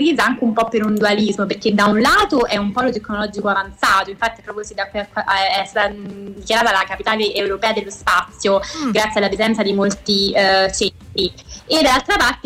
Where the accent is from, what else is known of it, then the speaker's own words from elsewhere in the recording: Rome, Lazio, Italy; io stessa nuova di Colleferro, io vengo da Roma